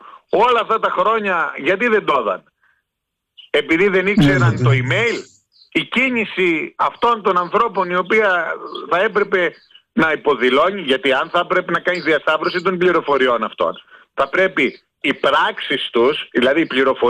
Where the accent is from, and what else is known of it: Greece